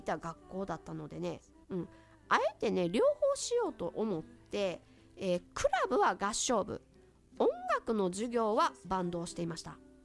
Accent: Tsu, Mie, Japan; 私はね、まあ毎度なんですけれども、三重県の津市っていうところの出身なんですけれども

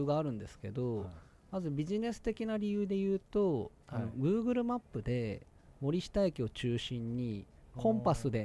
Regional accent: Toyama, Japan; 私富山県出身なんですけど

